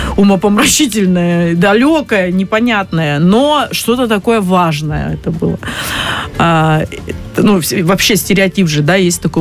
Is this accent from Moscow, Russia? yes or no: no; Novosibirsk, Novosibirsk Oblast, Russia; Я сама из Сибири, ну, из Новосибирска.